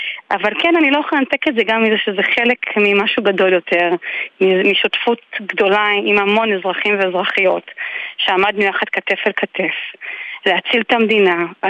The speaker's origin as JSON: {"language": "Hebrew", "town": "Migdal HaEmek", "region": "Northern District", "country": "Israel", "tie": "born or raised there", "said": "אני אגיד רגע ברמה האישית, בכל זאת, אני גדלתי במגדל העמק."}